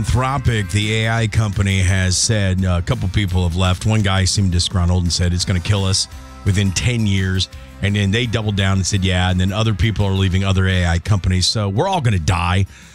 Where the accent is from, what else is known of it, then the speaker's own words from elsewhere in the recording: Wisconsin, United States; born there; I was born in Wisconsin.